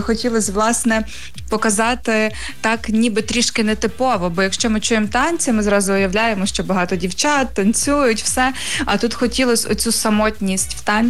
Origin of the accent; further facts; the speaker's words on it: Novoiavorivsk, Lviv Oblast, Ukraine; Я з Новояворівська, так само, як і він, родом з Новояворівська.